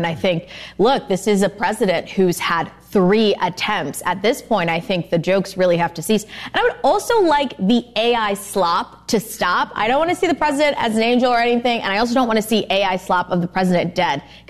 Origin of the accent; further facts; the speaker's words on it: California, United States; And speaking as a Californian, I can tell you everyone is engaged.